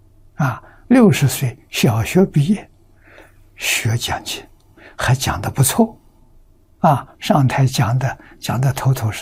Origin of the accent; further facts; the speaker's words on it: Anhui, China; moved away; 在家乡，啊，我们家乡占了一点便宜，占桐城派的光。啊，乡下的小朋友都读私塾，啊，我3岁从